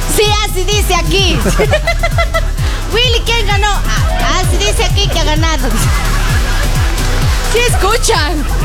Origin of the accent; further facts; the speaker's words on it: Ecuador; nosotros, como buenos ecuatorianos